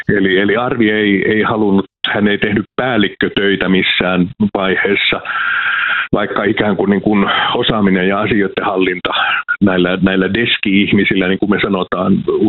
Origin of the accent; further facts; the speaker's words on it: Savonia, Finland; mä oon semmoinen yleis-itäsuomalainen, eli mä oon savolainen